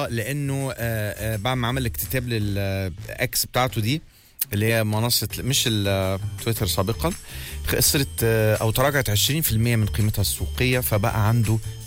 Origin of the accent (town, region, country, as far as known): Egypt